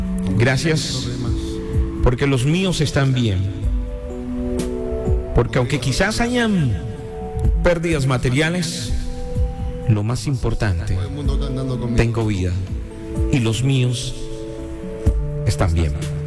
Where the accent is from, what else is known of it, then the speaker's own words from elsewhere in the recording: Colombia; Y hoy estamos unidos como país, hoy estamos unidos como colombianos ante una prueba difícil